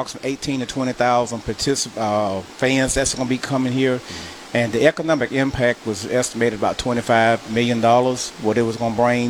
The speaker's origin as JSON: {"language": "English", "town": "Law", "region": "Mississippi", "country": "United States", "said": "from Law, Mississippi."}